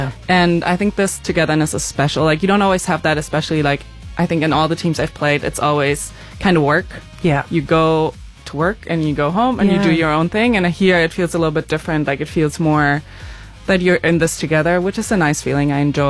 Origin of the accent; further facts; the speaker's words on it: Germany; moved away as an adult; I'm 32 years old. I'm from Germany